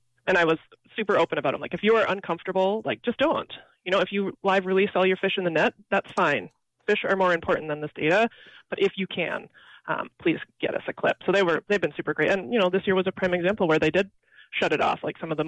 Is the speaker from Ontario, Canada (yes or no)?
yes; Ontario, Canada; I'm actually Canadian.